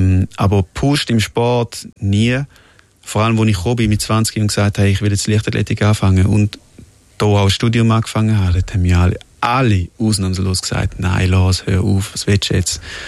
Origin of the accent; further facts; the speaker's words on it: Switzerland; Aber ich bin Schweizer, ich bin mega stolz und für mich ist es mega schön gewesen, hier aufzuwachsen und ich will auch hier bleiben.